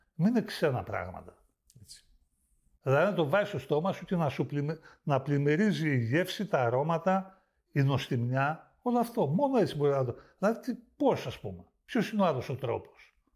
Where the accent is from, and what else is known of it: Greece